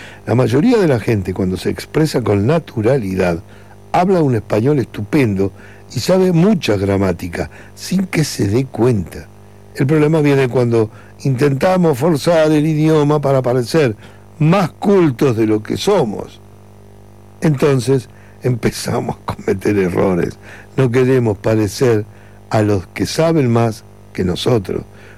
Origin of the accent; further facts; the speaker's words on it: Uruguay; born there; yo nací en un país del primer mundo